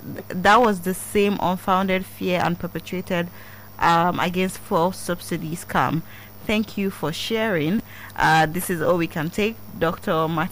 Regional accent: New Okoba, Nigeria; from New Okoba.

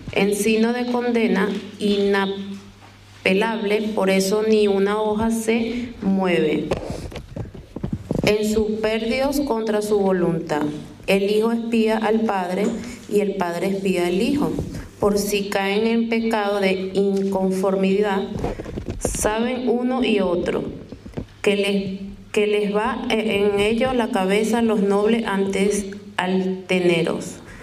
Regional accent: Caracas, Capital District, Venezuela; soy de Caracas.

